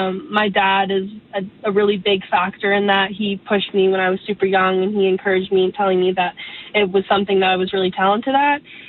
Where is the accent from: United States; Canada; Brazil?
Canada; my first year that I get to play is with my hometown.